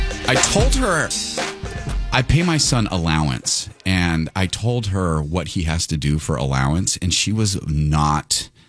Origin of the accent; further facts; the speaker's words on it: Escondido, California, United States; growing up in Escondido